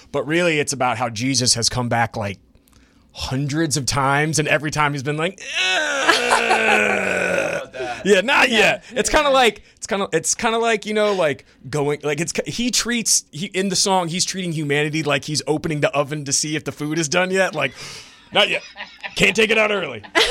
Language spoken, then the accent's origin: English; Pensacola, Florida, United States; moved away as an adult; now in New Orleans, United States